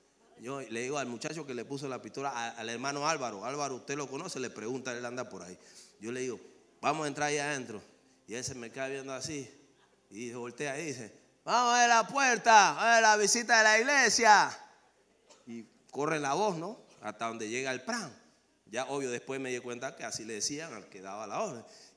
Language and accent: Spanish; Panama; Nosotros no somos policías, venimos de Panamá y venimos a predicar la palabra.